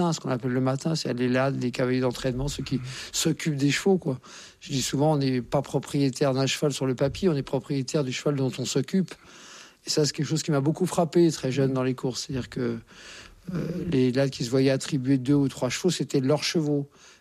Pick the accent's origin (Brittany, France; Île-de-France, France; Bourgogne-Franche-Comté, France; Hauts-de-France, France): Île-de-France, France; Courbevoie; born there; mais je suis né à Courbevoie, donc c'est pas une région, comme chacun sait, qui ne pullule pas de chevaux.